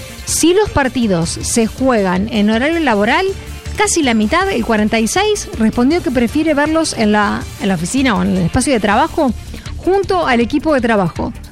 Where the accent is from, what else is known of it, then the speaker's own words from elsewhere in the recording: Argentina; De unirnos como argentinos